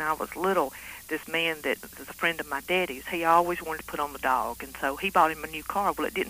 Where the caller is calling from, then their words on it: Alabama, United States; I'm from South Alabama.